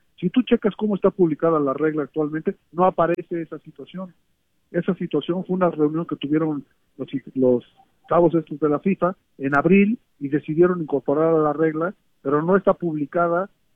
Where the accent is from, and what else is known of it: Mexico